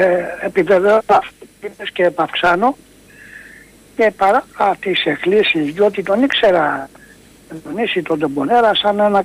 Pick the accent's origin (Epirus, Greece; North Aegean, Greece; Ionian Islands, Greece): Ionian Islands, Greece; Corfu; Εγώ που είμαι από την Κέρκυρα